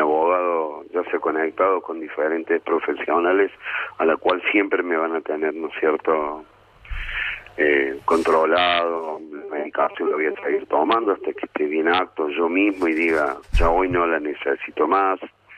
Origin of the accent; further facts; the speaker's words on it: Pilar, Córdoba, Argentina; No, no, yo soy oriundo de Pilar, Córdoba.